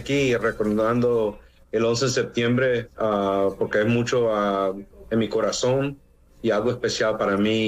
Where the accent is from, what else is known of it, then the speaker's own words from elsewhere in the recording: Barranquilla, Atlántico, Colombia; now in United States; Barranquilla, Colombia, y ojalá que represente Colombia en una manera buena, que gente aquí sabe que yo soy inmigrante de Colombia